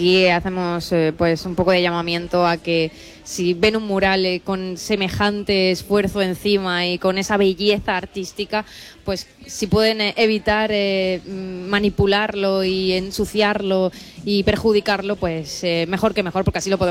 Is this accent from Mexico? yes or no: no; Adra, Andalusia, Spain; Yo soy de Adra